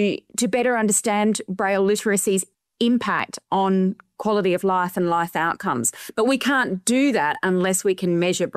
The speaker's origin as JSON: {"language": "English", "town": "Adelaide", "region": "South Australia", "country": "Australia", "tie": "born or raised there", "said": "I'm super excited for it to be in my hometown of Adelaide."}